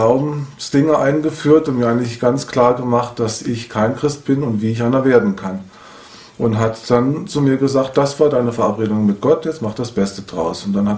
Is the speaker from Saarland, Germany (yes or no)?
no; Hesse, Germany; moved away; Auf diesem Bauernhof bin ich groß geworden. Der liegt in einem kleinen Dorf in Nordhessen.